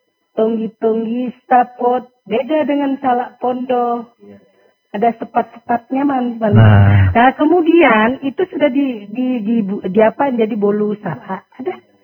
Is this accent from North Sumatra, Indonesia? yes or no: yes; North Sumatra, Indonesia; Untuk menunjukkan bahwa kami adalah orang Angkola.